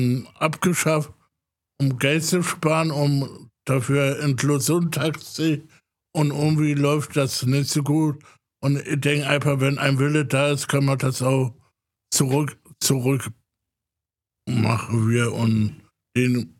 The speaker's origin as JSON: {"language": "German", "region": "Berlin", "country": "Germany", "tie": "born or raised there", "said": "Das war gerade die Zeit, wo auch hier in Berlin noch ein paar besetzte Häuser gab. Und ich bin auch in der Obernstraße aufgewachsen und habe das alles so miterlebt."}